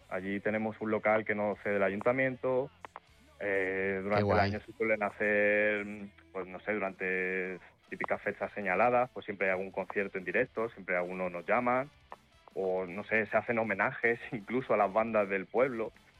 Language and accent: Spanish; Andalusia, Spain; yo que soy del pueblo de al lado y veo lo que aquí pasa en mi pueblo